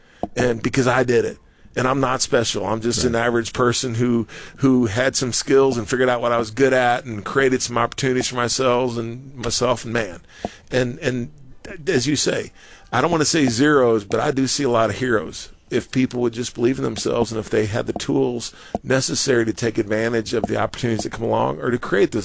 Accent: Missouri, United States; I grew up in Missouri on a farm. My family didn't have a whole lot.

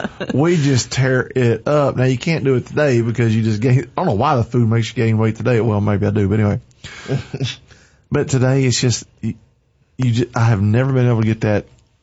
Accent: United States; accent: country; That's my country accent coming out there, y'all.

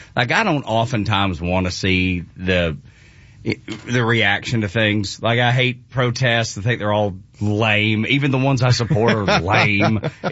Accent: the South, United States

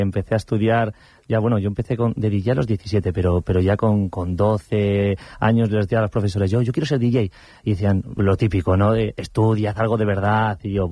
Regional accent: Puente Viesgo, Cantabria, Spain; also born or lived in Madrid; Yo soy de aquí, realmente soy de Puente Viesgo, uh-huh. Pero vamos, soy de aquí, de Cantabria.

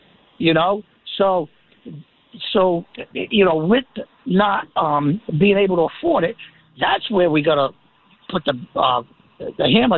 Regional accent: Providence, Rhode Island, United States; I grew up in Providence my whole life. I lived there for 59 years.

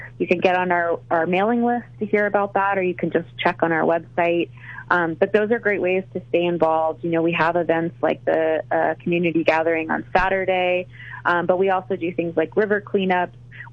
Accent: El Paso, Texas, United States; born or raised there; also born or lived in Southern New Mexico

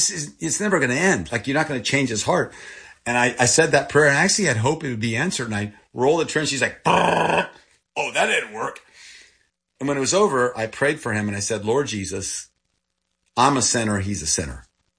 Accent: Thailand; first language Thai; English is a second language; also born or lived in Texas, United States; now in United States; I was 9 months old. I was born in Texas. And I grew up in Thailand. And I grew up with Thai people. And my first language was Thai.

